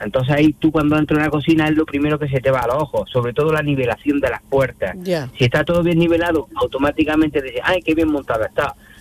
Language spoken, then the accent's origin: Spanish; Granada, Andalusia, Spain; Somos de Granada.